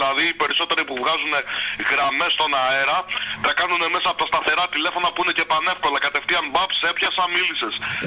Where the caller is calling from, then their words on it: Kalamaria, Central Macedonia, Greece; από Καλαμαριά